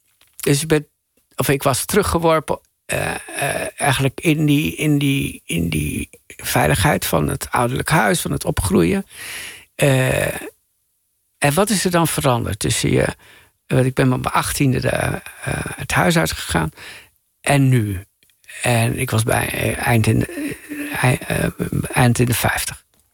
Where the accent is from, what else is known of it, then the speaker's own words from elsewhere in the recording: Assen, Drenthe, Netherlands; moved away; We woonden aan de rand van Assen, provinciestadje.